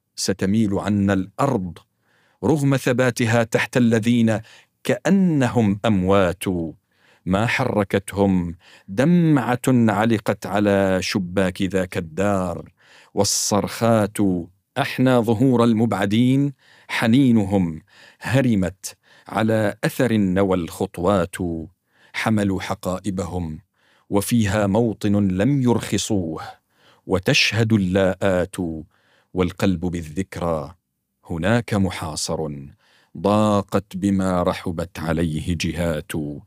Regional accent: Syria; وهذا فضل نعجز كسوريين عن شكره وأداء فضله لله عز وجل.

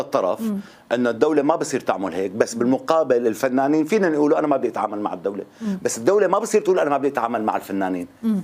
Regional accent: Syria; moved away; أنا تارك سوريا، يعني عشت برا سوريا من سنة 99، يعني صار لي 27 سنة من أول ما طلعت، أنا أعتبر أني أنا برا سوريا.

